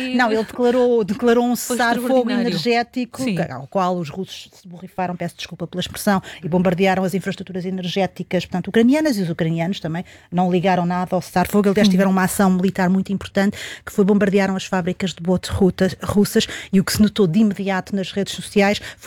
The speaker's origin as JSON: {"language": "Portuguese", "country": "Portugal", "said": "nós, enquanto portugueses"}